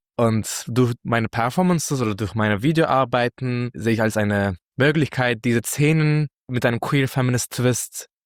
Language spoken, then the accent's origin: German; Istanbul, Turkey; moved away as an adult; now in Berlin, Germany; Ich bin in Istanbul aufgewachsen